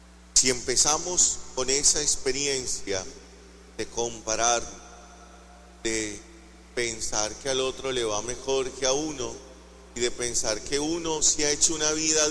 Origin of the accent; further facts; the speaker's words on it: Colombia; nosotros, colombianos, somos los nacidos en este territorio